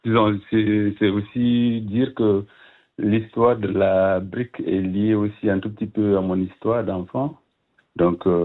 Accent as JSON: {"language": "French", "country": "Burkina Faso", "tie": "born or raised there", "moved": "as an adult", "lives_now": "Switzerland", "said": "J'ai grandi au Burkina jusqu'à mes 25 ans, donc depuis 1993 je suis là."}